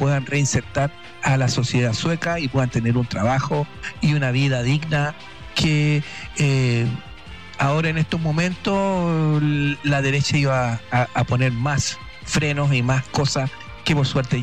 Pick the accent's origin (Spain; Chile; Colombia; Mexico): Chile; Nosotros como chilenos tenemos segundas generaciones de chilenos que viven acá